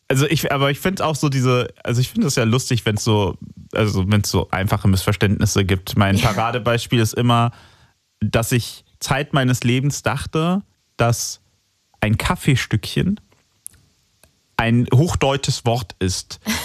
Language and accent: German; Rhineland-Palatinate, Germany; bei uns haben wir nämlich keine Hexen in Rheinland-Pfalz.